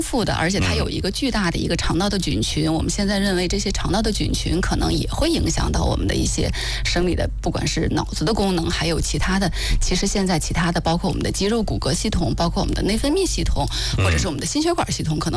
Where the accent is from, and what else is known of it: China